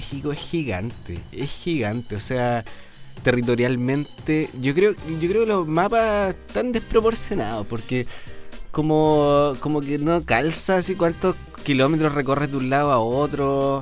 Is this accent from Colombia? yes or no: no; Chile